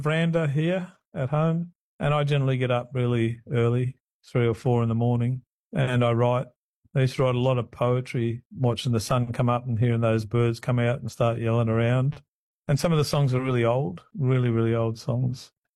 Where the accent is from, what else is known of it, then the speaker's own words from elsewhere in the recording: Victoria, Australia; I'm a Gundij Mara fella, and I've got Scottish heritage too, so I try and celebrate all the cultures.